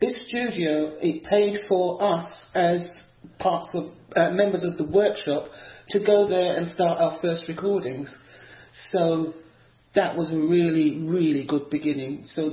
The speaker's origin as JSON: {"language": "English", "town": "Islington", "region": "London", "country": "United Kingdom", "tie": "born or raised there", "also_born_or_lived": "Hackney", "said": "I grew up in Islington, London and Islington. My family... No, first of all, we were in Hackney."}